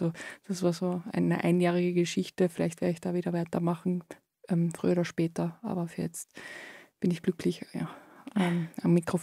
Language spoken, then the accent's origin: German; Köttmannsdorf, Carinthia, Austria; moved away as an adult; Also ich bin in Köttmersdorf aufgewachsen